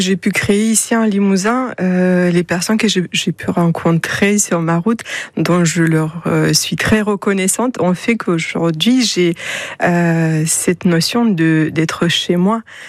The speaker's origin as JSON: {"language": "French", "country": "Moldova", "tie": "born or raised there", "moved": "yes", "lives_now": "France", "said": "Je suis originaire de Moldavie, d'un petit village au nord du pays qui s'appelle Kojeout. Et dont la moitié de la population est arrivée en France dans les années 2000. Donc j'ai suivi un peu"}